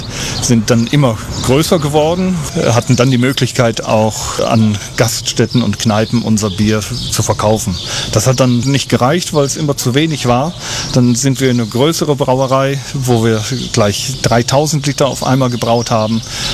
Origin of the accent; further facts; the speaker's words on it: Bielefeld, North Rhine-Westphalia, Germany; moved away as an adult; now in Czech Republic; 1998 hat es mich nach Tschechien verschlagen. Ich bin gebürtiger Bielefelder und gelernter, staatlich geprüfter Spinner und bin mit der Arbeit nach Tschechien gekommen